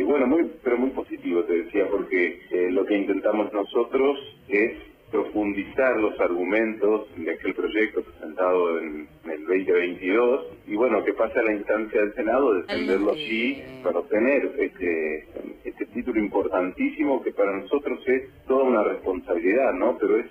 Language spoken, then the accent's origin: Spanish; Diamante, Entre Ríos, Argentina